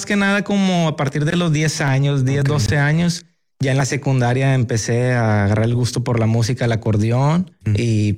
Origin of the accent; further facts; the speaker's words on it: Nuevo León, Mexico; now in United States; soy pues totalmente regio, pero radico en los Estados Unidos, pero aquí soy totalmente regio.